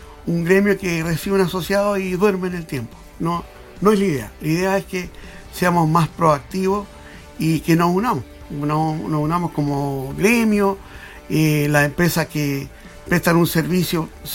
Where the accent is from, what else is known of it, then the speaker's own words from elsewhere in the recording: Antofagasta, Chile; now in Coquimbo, Chile; Soy de Antofagastino.